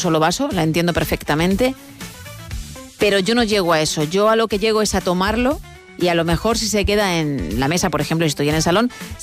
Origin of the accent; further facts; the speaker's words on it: Italy; Spanish is a second language; Sí, en mi país, dices, sí, en mi tierra, en Italia, por supuesto.